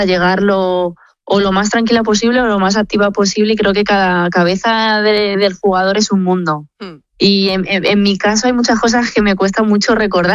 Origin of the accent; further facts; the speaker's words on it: Community of Madrid, Spain; no soy de Cimpozuelo, pero al final sigue siendo Madrid y sigo siendo madrileña